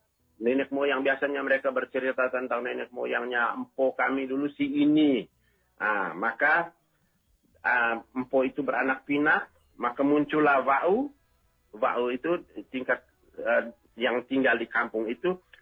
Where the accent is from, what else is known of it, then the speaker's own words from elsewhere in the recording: East Nusa Tenggara, Indonesia; orang Manggarai itu merasa bahwa kami ini orang Manggarai petani